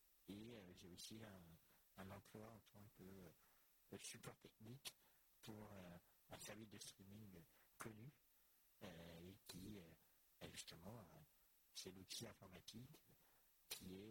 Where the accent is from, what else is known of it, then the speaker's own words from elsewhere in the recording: Normandy, France; now in Caen, France; je suis né à Fère, dans l'Orne. Donc j'ai vécu une bonne partie de ma jeunesse donc dans un cadre du tout rural, puisque j'ai habité une petite commune qui s'appelait Pouluy, qui avait à peu près 1000 habitants, pas plus.